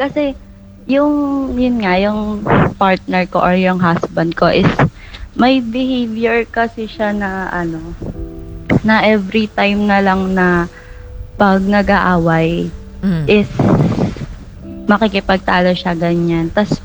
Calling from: Teresa, Calabarzon, Philippines; Teresa Rizal po.

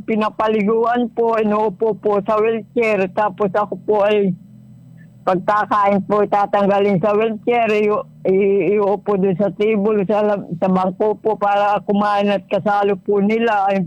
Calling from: Tagkawayan, Calabarzon, Philippines; Dito po sa Balayong Tagkawayan, Quezon.

